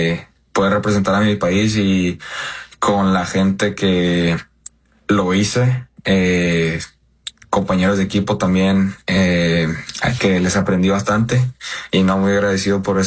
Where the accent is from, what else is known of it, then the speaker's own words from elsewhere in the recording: Mexico; siendo mexicano